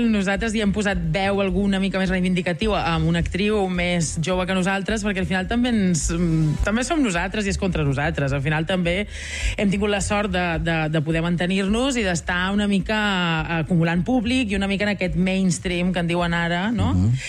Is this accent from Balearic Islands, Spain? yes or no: yes; Mallorca, Balearic Islands, Spain; accent: Mallorcan; moved away as an adult; now in Barcelona, Spain; Soc de Mallorca, sí.